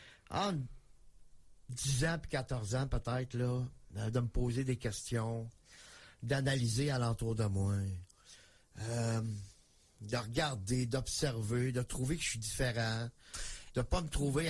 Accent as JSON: {"language": "French", "town": "Montreal", "region": "Quebec", "country": "Canada", "tie": "born or raised there", "said": "Donc, je suis né à Montréal. Je viens de Montréal, mais j'ai grandi à Pierrefonds, dans l'Ouest Island. Donc, c'est là que j'ai vécu ma jeunesse."}